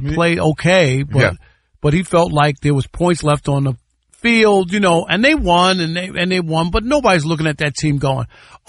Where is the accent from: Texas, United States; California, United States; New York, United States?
New York, United States; New York City; I grew up in Queens. I used to go to Jets games at Shea Stadium.